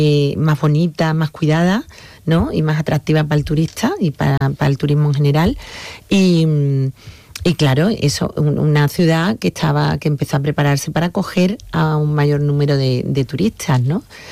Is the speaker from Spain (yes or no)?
yes; Seville, Andalusia, Spain; Porque yo, desde que tengo uso de razón, vivo allí, y luego hubo un tiempo que deserté, que me fui a vivir al Aljarafe, luego al centro, pero luego decidí que quería volver a mi barrio